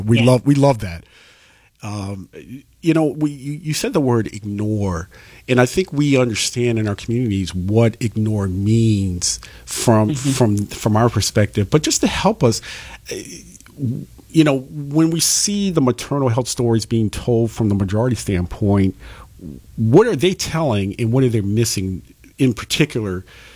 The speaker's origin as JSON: {"language": "English", "town": "New Orleans", "region": "Louisiana", "country": "United States", "moved": "as an adult", "lives_now": "Chicago, United States", "said": "I'm originally from New Orleans and have been living here in Chicago for now for almost 30 years now."}